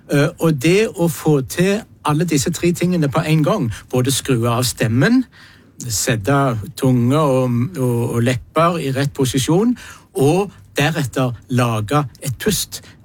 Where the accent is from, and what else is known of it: Rogaland, Norway